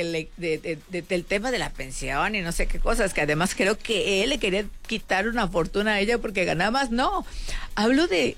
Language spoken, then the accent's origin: Spanish; Chilpancingo, Guerrero, Mexico; moved away; ir camino a mi pueblo de Chilpancingo